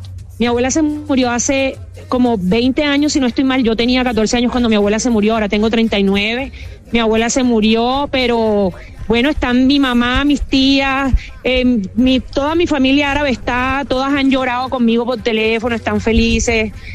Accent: Montería, Córdoba, Colombia; also born or lived in San Andrés, Colombia; now in Cartagena, Colombia; Nací en San Andrés Isla, me crié en el Valle del Sinú, Montería, Córdoba, tierra que amo, y Cartagena me adoptó. Así que no voy a decir que soy de una parte en específica, yo soy del Caribe

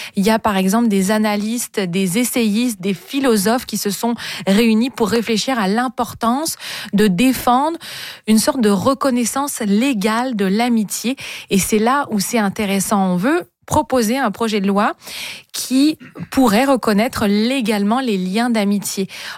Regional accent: Quebec, Canada; il n'existe pas encore chez nous au Québec de propositions comme ça

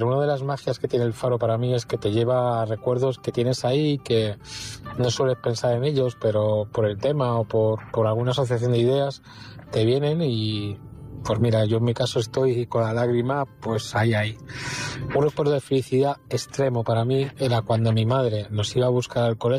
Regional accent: Madrid, Community of Madrid, Spain; Hola, buenas. … de Madrid.

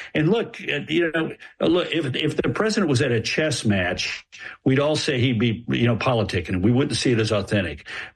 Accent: Texas, United States; I'm a Texas man. By God, I'm for anything from Texas.

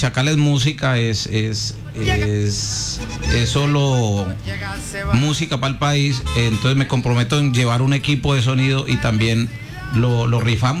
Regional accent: Tello, Huila, Colombia; born there; now in Villavicencio, Colombia; El proyecto es un álbum que se va a llamar San Andrés Tello, en honor a mi pueblo.

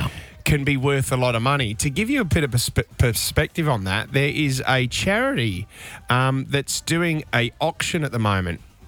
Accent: Australia; As an Australian, I mean, don't get me wrong, I get a fair bit of an enjoyment out of this

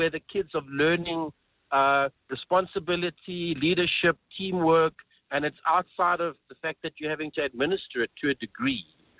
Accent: South Africa; also born or lived in Johannesburg; In coastal areas, when I was a kid growing up, we moved from Joburg down there and I got into surfing and I would surf all day, every day, as much as I could.

